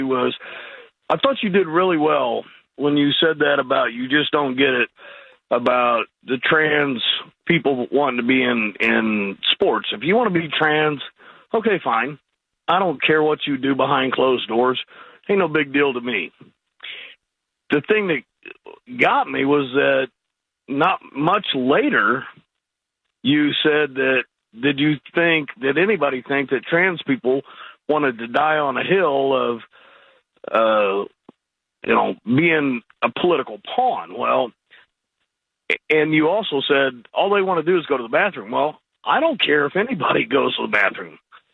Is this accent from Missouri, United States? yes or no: yes; St. Louis, Missouri, United States; now in Raleigh, United States; I was raised in St. Louis. It's not the biggest city in the nation. And I still go there quite often.